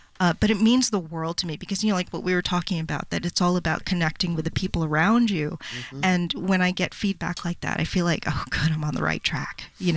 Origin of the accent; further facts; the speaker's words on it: Philippines; I'm Filipina